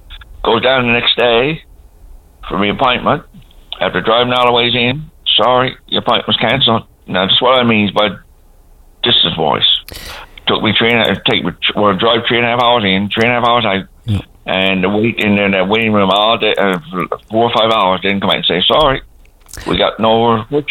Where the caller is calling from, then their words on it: Marystown, Newfoundland and Labrador, Canada; Marystown.